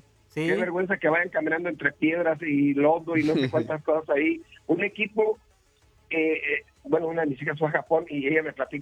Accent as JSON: {"language": "Spanish", "country": "Mexico", "said": "somos mexicanos"}